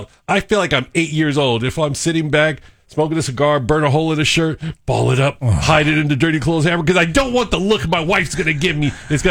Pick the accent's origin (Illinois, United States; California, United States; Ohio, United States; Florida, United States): California, United States; Los Angeles; I am an Angelino, born and raised.